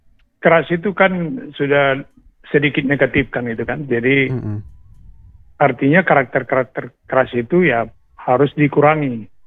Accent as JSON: {"language": "Indonesian", "region": "North Sumatra", "country": "Indonesia", "said": "Tapi kita itu sebenarnya orang Batak itu, semua orang anak raja."}